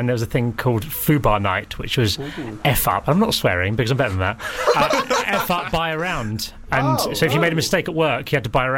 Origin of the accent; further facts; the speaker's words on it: Kent, South East England, United Kingdom; I grew up in Kent in the 80s.